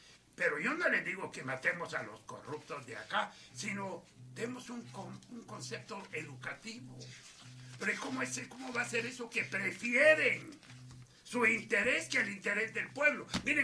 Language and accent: Spanish; Guatemala; me fui a conocer el país del mundo y no conocía mi tierra maravillosa.